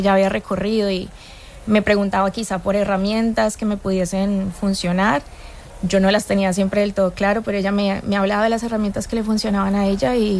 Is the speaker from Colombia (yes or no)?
yes; Colombia; Sí, soy colombiana, pero no tengo, o sea, no tengo historias cercanas.